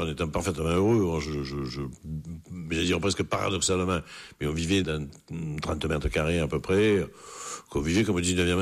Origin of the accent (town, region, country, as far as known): Marseille, Provence-Alpes-Côte d'Azur, France; born or raised there